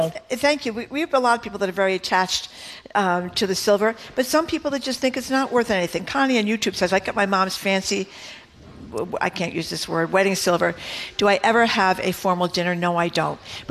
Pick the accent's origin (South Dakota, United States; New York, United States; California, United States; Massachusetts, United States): Massachusetts, United States; Fall River; in my house at home when I was growing up in Fall River, one of the things that people took twice was silver.